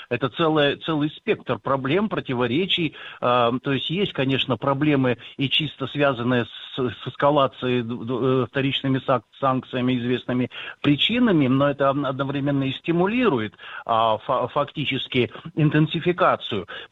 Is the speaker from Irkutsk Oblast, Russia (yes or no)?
yes; Irkutsk, Irkutsk Oblast, Russia; я сам родился, вырос в Восточной Сибири, в Иркутске